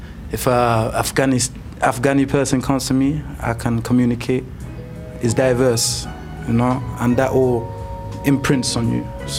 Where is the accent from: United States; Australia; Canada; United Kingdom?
United Kingdom; Coventry, West Midlands; also born or lived in Slough / Gambia; So I grew up in Gambia for a while, you know, then came back to England, to Coventry. I was born in Slough, but I came back to Coventry. That's when life in Europe, UK, started for me.